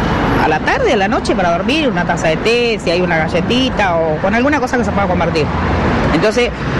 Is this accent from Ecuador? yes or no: no; José C. Paz, Buenos Aires Province, Argentina; Soy de José C. Paz y ama de casa.